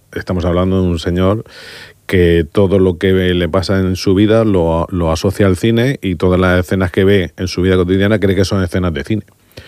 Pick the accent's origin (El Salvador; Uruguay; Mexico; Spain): Spain; Mula, Region of Murcia; born there; yo soy muleño de raíces y de convicción.